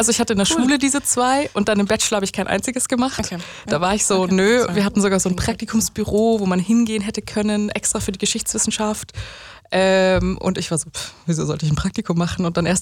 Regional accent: Germany

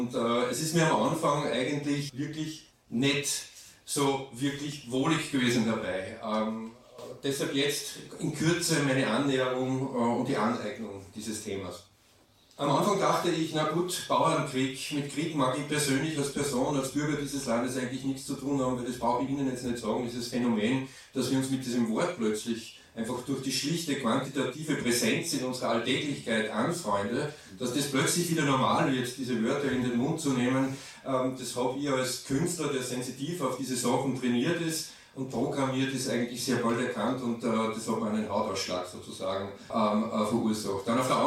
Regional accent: Eigenschlägl, Upper Austria, Austria; Es ist allein in dem Raum Oberösterreich einfach schlichtweg so, dass dort, wo ich herkomme aus Eigenschlägel, Nebenerwerbsbauern sind

